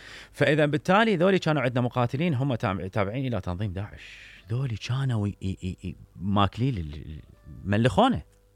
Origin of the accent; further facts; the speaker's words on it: Iraq; انا مواطن عراقي